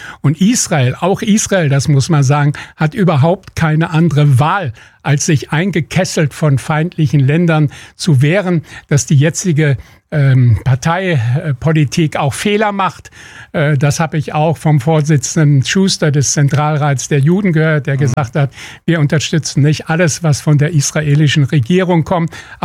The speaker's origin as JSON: {"language": "German", "country": "Germany", "said": "wir als Deutsche"}